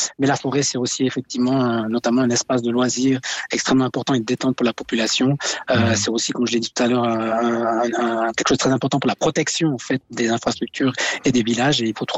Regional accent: Valais, Switzerland; un souci que j'ai aussi en tant que Valaisan

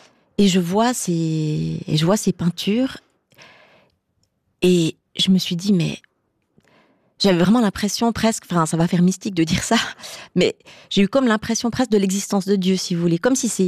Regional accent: Fribourg, Switzerland; je veux vraiment dire que je suis tout à fait fribourgeoise. Ma maman est fribourgeoise et j'ai grandi à Fribourg.

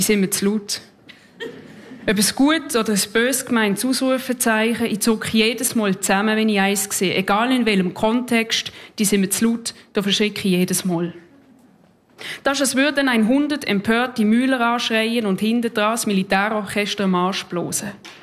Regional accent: Basel, Basel-Stadt, Switzerland; ich komme aus Basel, ich bin Slam-Poetin und Spoken-Word-Autorin.

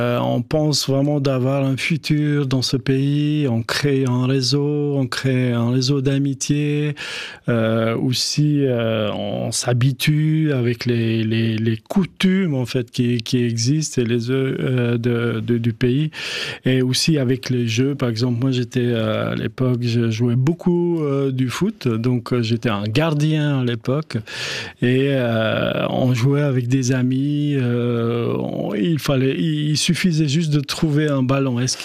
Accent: Kosovo; moved away; 95 quand je suis parti du Kosovo, mais les années noires, c'était jusqu'à fin des années 99 où il y a eu aussi la guerre.

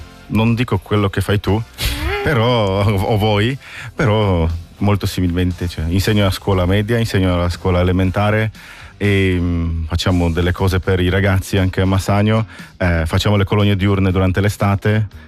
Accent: Poland; moved away; nella casa mia si trova sullo stesso cortile dove c'è la chiesa nel mio paesino in Polonia

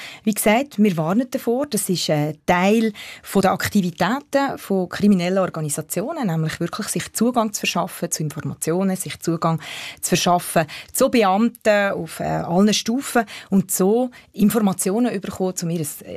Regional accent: Switzerland; Wir als Schweizer

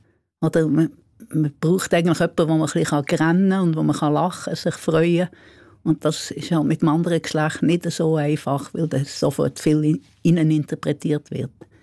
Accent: Solothurn, Switzerland; Ich bin zwar nicht Berner, ich bin Solothurner

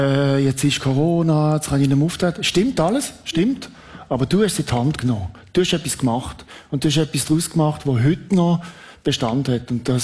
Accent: Switzerland

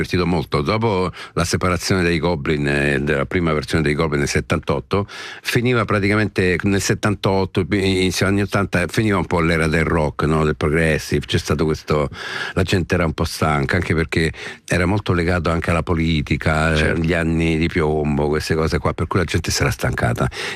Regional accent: Brazil; Italian is a second language; now in Italy; Ho detto: ma guarda, io sono brasiliano, quindi ce l'ho nel sangue.

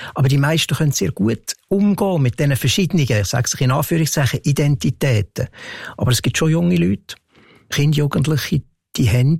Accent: Lucerne, Switzerland; ich bin in Luzern aufgewachsen

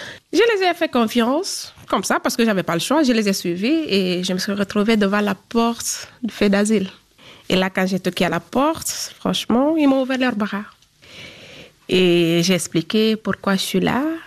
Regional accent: Guinea; Je vous assure, même l'eau n'avait pas de goût chez moi. Parce qu'ici, il y a le calcaire, mais chez nous, en Guinée, il n'y a pas de calcaire.

